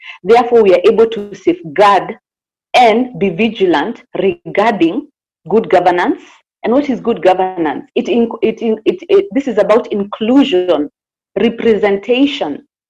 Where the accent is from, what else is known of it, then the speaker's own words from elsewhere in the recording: Kajiado County, Kenya; I am from Kajiado County.